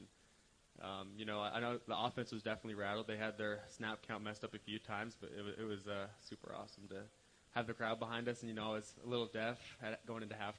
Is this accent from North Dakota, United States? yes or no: yes; Fargo, North Dakota, United States; I grew up in the Fargo area